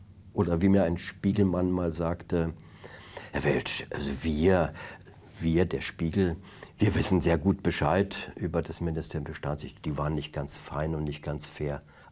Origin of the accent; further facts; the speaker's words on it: Brandenburg, Germany; ich bin ja aus Brandenburg